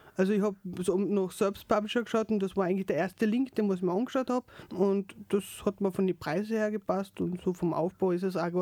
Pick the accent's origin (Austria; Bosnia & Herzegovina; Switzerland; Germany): Austria; Carinthia; Also ich habe zum Beispiel in Kärnten unten beim Bezirksblatt von Verkehren, da wo ich herkomme, habe ich auch eine Anfrage geschickt.